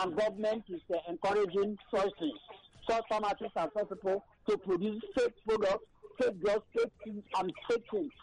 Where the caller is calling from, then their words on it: Abuja, Federal Capital Territory, Nigeria; I'm calling from Abaoja.